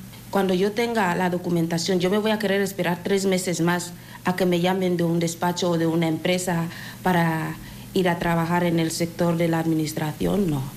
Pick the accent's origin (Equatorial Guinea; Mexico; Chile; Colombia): Equatorial Guinea; moved away as an adult; now in Ejea de los Caballeros, Spain; Vinimos de Guinea de una forma súper inesperada.